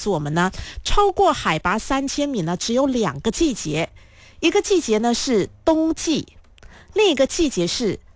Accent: Malaysia

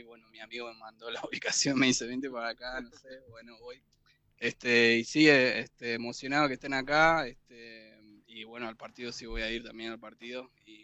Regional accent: Buenos Aires, Argentina; Ah, vivo acá, pero soy de Buenos Aires.

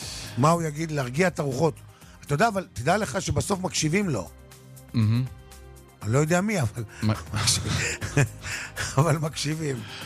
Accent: Northern District, Israel; אני בתור ילד גדלתי בסביבה הזאת, מפל התנור, הבניה, סחור שטל, תל דן

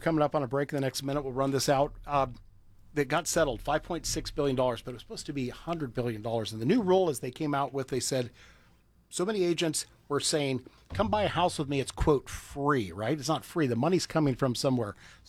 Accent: Oregon, United States; If you ever walked in, I'm from Oregon, right?

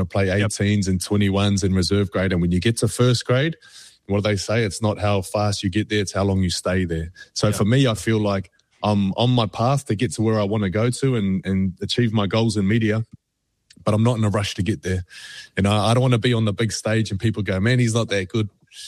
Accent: Auckland, New Zealand; Like I'm from Auckland, you know, I spent my weekends growing up in Otara. I lived in Howick. I lived, you know, I'm an East Side boy.

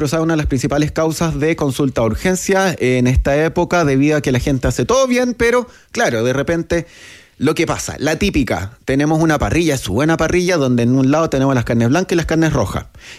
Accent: Chile; Sí, soy de Chile.

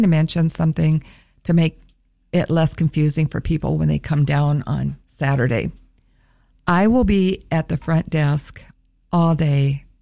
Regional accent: Minnesota, United States; I'm from Minnesota.

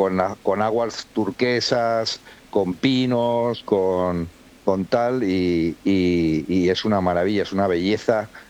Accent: Argentina; como buen argentino hay que buscar lo bueno, bonito y barato.

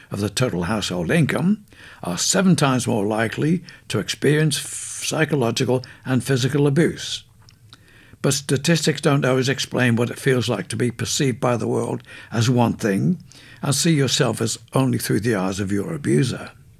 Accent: Leeds, Yorkshire and the Humber, United Kingdom; On the street where I grew up in Hyde Park, Leeds, there was a women's refuge.

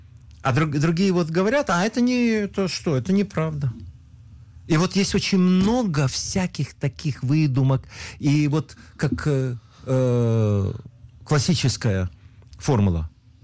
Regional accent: Lviv, Lviv Oblast, Ukraine; born there; moved away; Я приехал из Советского Союза, из города Львова, там я родился.

